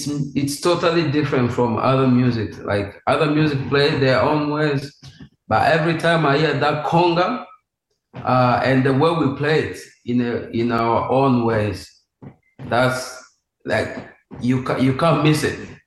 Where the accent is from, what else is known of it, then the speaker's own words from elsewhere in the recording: DR Congo; first language Swahili; English is a second language; now in Brisbane, Australia; I grew up in Congo